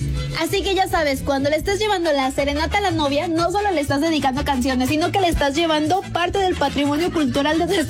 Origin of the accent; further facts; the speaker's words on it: Mexico; presumir como mexicanos